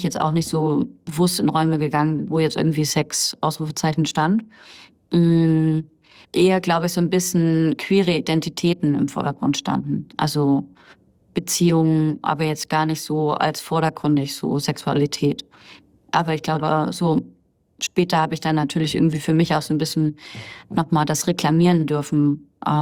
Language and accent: German; Bavaria, Germany; Ich bin dann in Bayern aufgewachsen